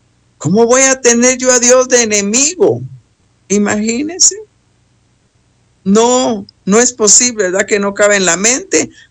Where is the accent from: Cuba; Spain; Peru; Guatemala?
Guatemala; en mi país, Guatemala.